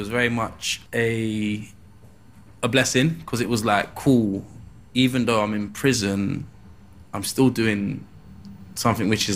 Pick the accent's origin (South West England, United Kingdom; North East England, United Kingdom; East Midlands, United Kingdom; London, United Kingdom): London, United Kingdom; Peckham; but growing up in Peckham, people weren't for my demographic weren't really putting out YouTube videos